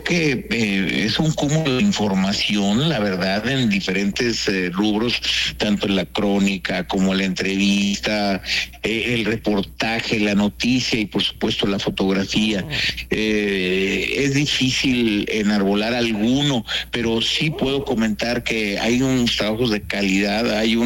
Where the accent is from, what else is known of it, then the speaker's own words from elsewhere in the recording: Torreón, Coahuila, Mexico; moved away as an adult; now in Baja California, Mexico; A mí a los 2 años me llevaron a Torreón, entonces hasta 23 años, y de ahí, bueno, viajando por la República, y ya tenemos 37 años allá en Baja California.